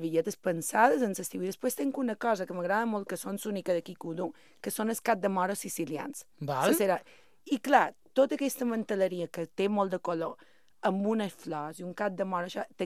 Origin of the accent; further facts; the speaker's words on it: Balearic Islands, Spain; Clar, és que mira, jo te conto, jo som molt mallorquina, som com molt de Mallorca.